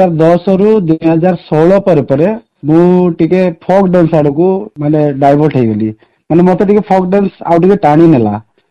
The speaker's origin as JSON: {"language": "Odia", "town": "Nabarangpur", "region": "Odisha", "country": "India", "tie": "born or raised there", "said": "ମୋର ନବରଙ୍ଗପୁର ଘର।"}